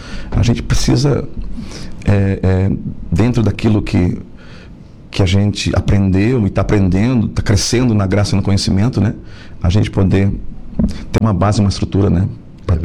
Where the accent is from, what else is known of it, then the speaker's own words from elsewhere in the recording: Meleiro, Santa Catarina, Brazil; Então, eu sou da cidade de Meleiro, né? Meus pais vivem até hoje lá.